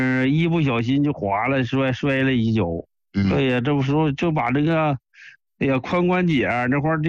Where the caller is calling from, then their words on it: Harbin, Heilongjiang, China; 我家是黑龙江哈尔滨的